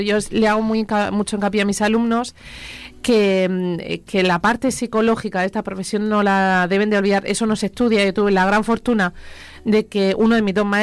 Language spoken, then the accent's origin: Spanish; Molina de Segura, Region of Murcia, Spain; moved away; soy muy amante de mi pueblo de Molina, siempre lo he llevado por delante